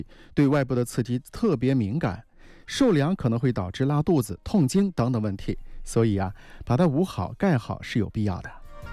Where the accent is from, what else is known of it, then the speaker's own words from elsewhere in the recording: China; 这是我们中国人的传统。